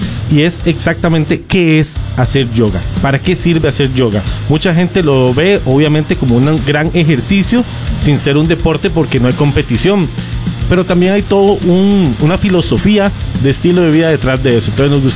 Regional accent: Costa Rica; hablamos como tico

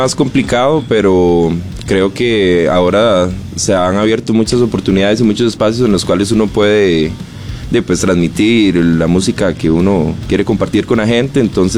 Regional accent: San Pablo, San José, Costa Rica; now in San Marcos, Costa Rica; originariamente soy de San Pablo, pero ahora vivo en San Marcos.

